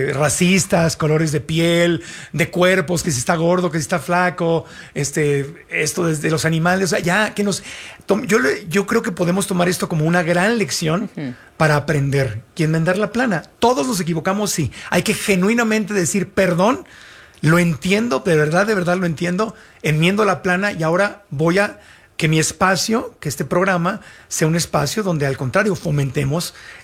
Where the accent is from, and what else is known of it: Mexico